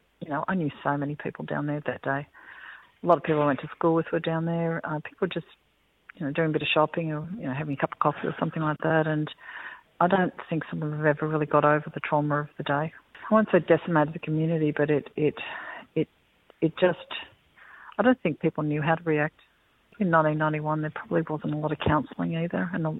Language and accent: English; Sydney, New South Wales, Australia; I grew up in Stratfield.